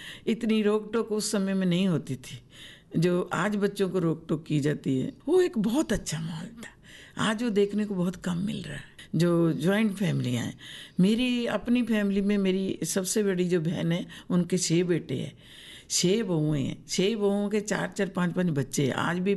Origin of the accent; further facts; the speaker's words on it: Jalandhar district, Punjab, India; moved away as an adult; now in Andaman and Nicobar Islands, India; Actually मेरा जन्म पंजाब में हुआ था। मेरा गांव का नाम है संधवा, जिला जलंधर। तो शादी के बाद में हम यहाँ अंडमान में आ गए।